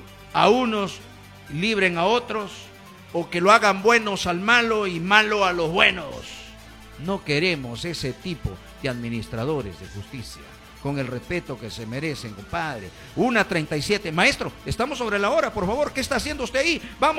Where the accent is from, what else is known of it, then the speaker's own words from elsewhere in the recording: Peru; yo, como peruano